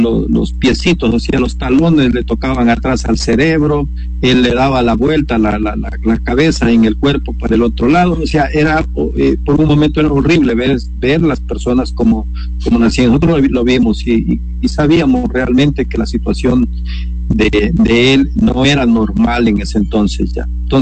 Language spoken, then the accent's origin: Spanish; Sucumbíos, Ecuador; born there; yo soy nacido aquí en La Guario, justamente nací a unos 200 metros del segundo pozo que perforó Texaco aquí en la Amazonía en el año de 1967.